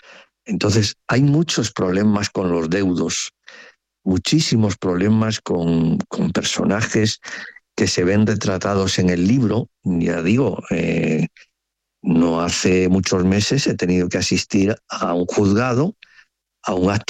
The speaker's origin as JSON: {"language": "Spanish", "region": "Galicia", "country": "Spain", "first_language": "Spanish", "said": "aunque yo soy gallego, soy castellano parlante, ni lo hablo, ni lo leo, pero lo entiendo, oralmente lo entiendo."}